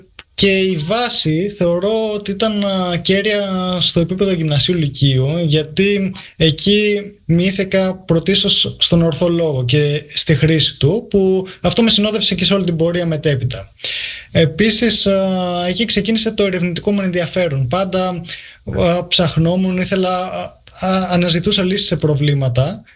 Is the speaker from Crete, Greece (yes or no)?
no; Larissa, Thessaly, Greece; moved away as an adult; now in Philadelphia, United States; γεννήθηκα και μεγάλωσα στη Λάρισα, προερχόμενος από μια μεσοαστική, θα λέγαμε, οικογένεια